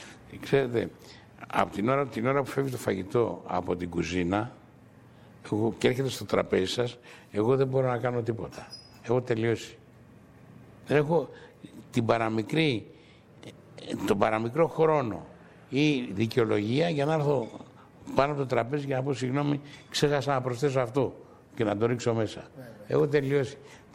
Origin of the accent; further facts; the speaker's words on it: Piraeus, Attica, Greece; Ήτανε λίγο δύσκολο για μένα ένας Πειραιώτης να αφήνει την πόλη του και να πηγαίνει στην Αθήνα.